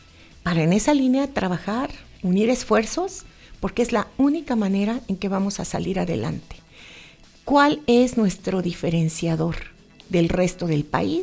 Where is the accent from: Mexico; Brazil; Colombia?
Mexico; Cuernavaca, Morelos; Cuernavaca, Morelos, que es mi tierra